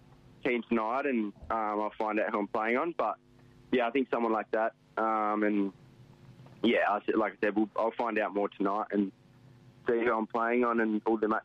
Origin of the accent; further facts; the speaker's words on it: Dongara, Western Australia, Australia; Yeah, so I'm from Donga Ashley, which is 40 minutes south of Geraldton.